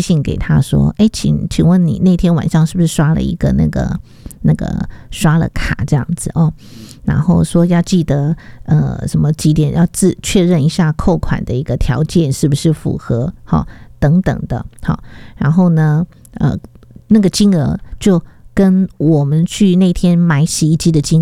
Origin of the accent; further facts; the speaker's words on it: Taiwan; 其实主要就是歌颂我们台湾啊，我们的美景。好，我们的地方，我们生长的地方的歌曲哦。